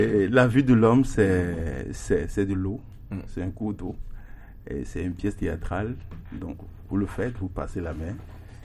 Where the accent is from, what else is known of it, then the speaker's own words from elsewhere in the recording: Togo; born there; moved away as an adult; also born or lived in Germany / France; now in Lomé, Togo; Je suis né au Togo. J'ai quitté le Togo quand j'avais 23 ans.